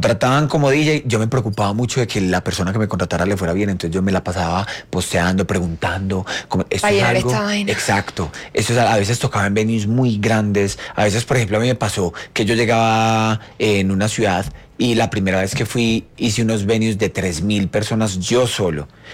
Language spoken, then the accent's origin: Spanish; Colombia; moved away; en Colombia, que es mi país de origen.